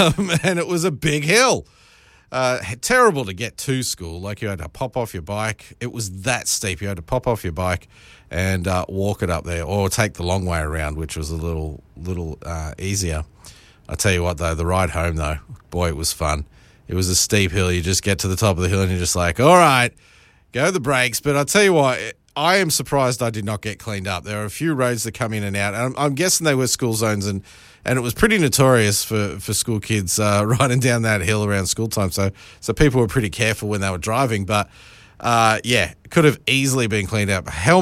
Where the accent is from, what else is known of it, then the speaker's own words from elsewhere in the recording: Lithgow, New South Wales, Australia; I actually had to catch a bus from my hometown of Lithgow and go to Bathurst at one stage.